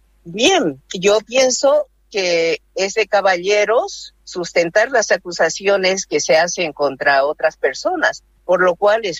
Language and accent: Spanish; Bolivia